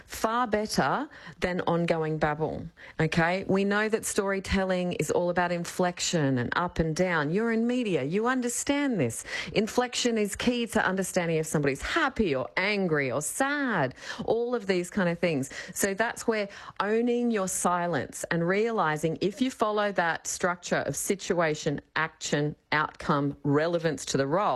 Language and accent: English; Australia; Well, it feels weird as an Australian.